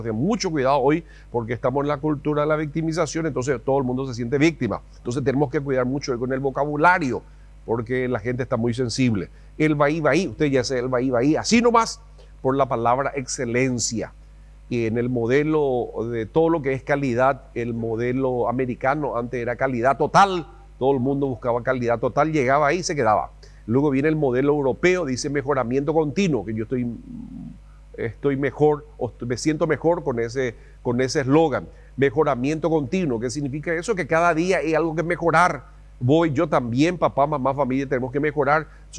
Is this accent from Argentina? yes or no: no; Paraguay; Nosotros sabemos como paraguayo